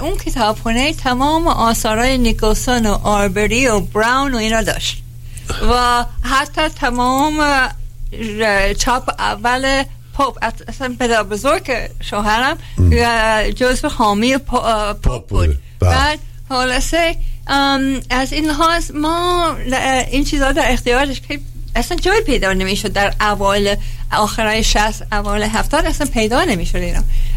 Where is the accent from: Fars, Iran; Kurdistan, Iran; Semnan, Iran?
Fars, Iran; Shiraz; همشهری. بله همشهری. منم شیرازی هستم مثل شما.